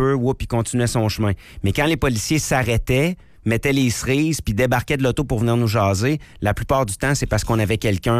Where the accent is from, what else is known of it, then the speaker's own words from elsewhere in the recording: Quebec City, Quebec, Canada; moi, j'ai grandi à Limoilou.